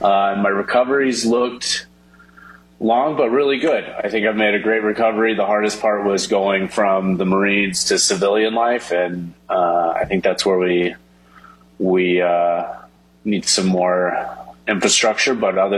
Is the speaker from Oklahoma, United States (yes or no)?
yes; Oklahoma, United States; I grew up in Oklahoma.